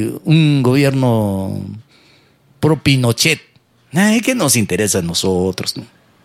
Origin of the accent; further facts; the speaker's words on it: Peru; Gente idiota a veces somos los peruanos.